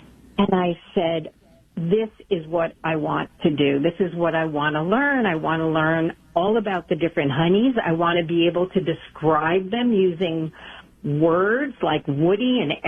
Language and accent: English; Connecticut, United States; But when I came back to my home state of Connecticut, I met a neighbor who was a beekeeper